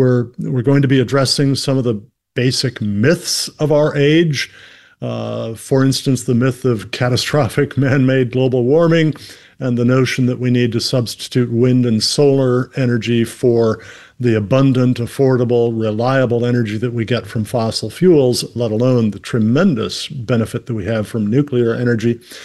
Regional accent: United States; from my perspective as an American, we live in a very wealthy country.

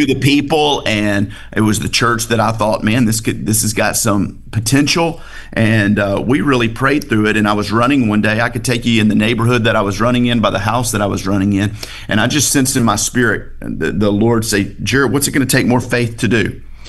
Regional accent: Bossier City, Louisiana, United States; born or raised there

